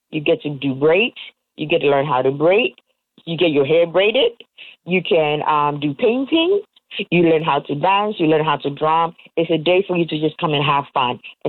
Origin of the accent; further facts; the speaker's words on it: Ghana; I'm from Ghana too.